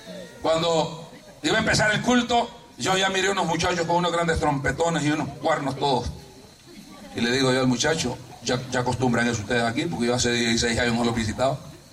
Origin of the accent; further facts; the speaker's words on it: El Salvador; Un día estoy en una campaña en mi país, en una ciudad que se llama Ciudad Barrio.